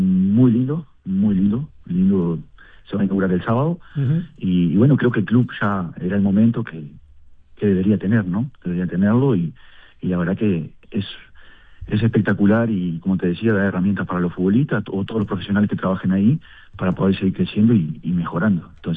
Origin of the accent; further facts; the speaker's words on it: Noblía, Cerro Largo, Uruguay; moved away; yo soy de Noblía, con mucho orgullo.